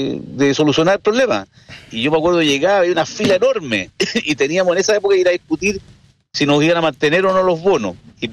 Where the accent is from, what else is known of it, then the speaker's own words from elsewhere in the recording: Chile; espero, obviamente, como todo chileno, que esta cuestión funcione.